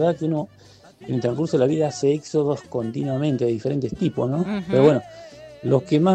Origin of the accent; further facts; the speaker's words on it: Santa Elena, Entre Ríos, Argentina; also born or lived in Santa Fe; now in Cipolletti, Argentina; allá en mi lejano Entre Ríos, donde soy oriundo. Bueno, y después el segundo éxodo importante es que tuve que partir de Entre Ríos, de Santa Elena, mi pueblo, de Santa Elena, Entre Ríos